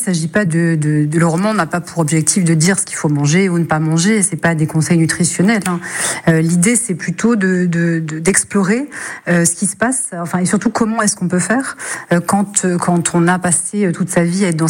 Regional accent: Hauts-de-France, France; ma région d'origine, les Hauts-de-France, où la frite est quand même un plat très convivial.

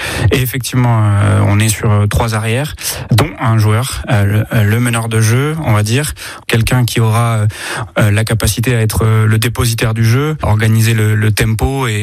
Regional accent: Limoges, Nouvelle-Aquitaine, France; born there; Bah, moi, je suis né à Limoges, hein. Voilà, j'ai des racines ici, j'ai de la famille, j'ai des amis.

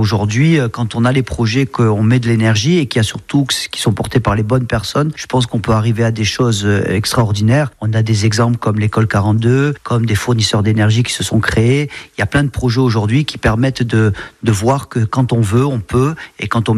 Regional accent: Perpignan, Occitanie, France; born there; also born or lived in Netherlands / Belgium; Moi, je suis franco-néerlandais, donc je suis né aux Pays-Bas en 75. Ensuite, j'ai grandi 4 ans aux Pays-Bas, puis un an en Belgique et je suis arrivé à Perpignan dans les années 80.

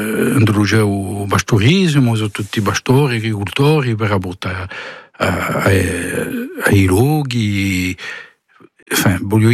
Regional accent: Ajaccio, Corsica, France; also born or lived in Paris; sono nato in Parigi parecchi anni fa. Dopo sono giunto in Corsica nel 75, ho fatto la muscolarità in Ajaccio.

